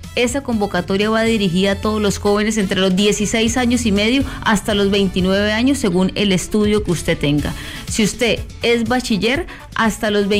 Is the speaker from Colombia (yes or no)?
yes; Cúcuta, Norte de Santander, Colombia; ser unos buenos ciudadanos como somos todos los cucuteños y norte santandereanos.